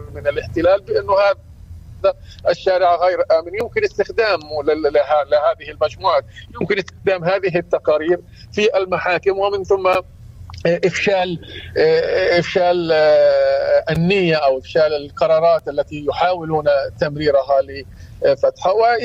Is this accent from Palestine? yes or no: yes; Palestine; علينا كفلسطينيين